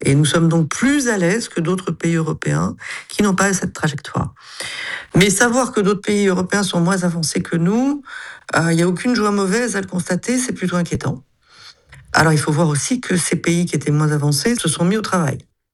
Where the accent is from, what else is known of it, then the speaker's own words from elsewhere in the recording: Nouvelle-Aquitaine, France; je parle avec beaucoup de Français à travers la France et notamment chez moi en Béarn